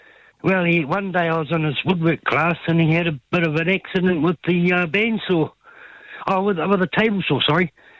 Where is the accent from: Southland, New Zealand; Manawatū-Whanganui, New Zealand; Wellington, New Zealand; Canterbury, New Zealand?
Manawatū-Whanganui, New Zealand; Taihape; moved away as an adult; now in Manaia, New Zealand; I'm born and bred in Taihape, the gumboot city of New Zealand.